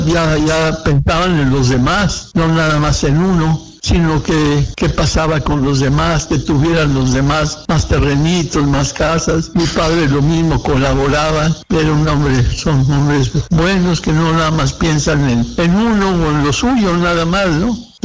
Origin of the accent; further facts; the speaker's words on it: Chihuahua, Mexico; Yo soy de Chihuahua y tengo ya 95 años.